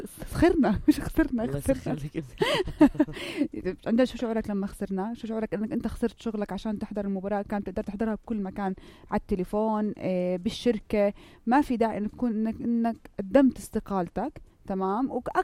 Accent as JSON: {"language": "Arabic", "country": "Jordan", "said": "إحنا كشعب أردني أديه إحنا نشامة"}